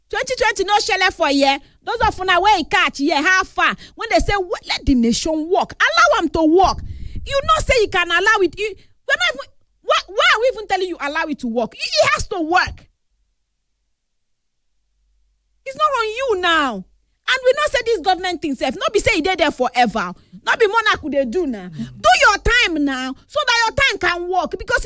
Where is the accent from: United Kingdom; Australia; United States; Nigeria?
Nigeria; just because I'm Nigerian. God forbid that me being a part of this nation be a curse on me.